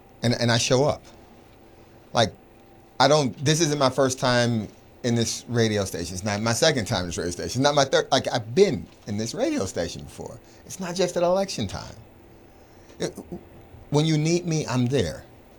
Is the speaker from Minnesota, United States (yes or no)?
no; Miami Gardens, Florida, United States; born or raised there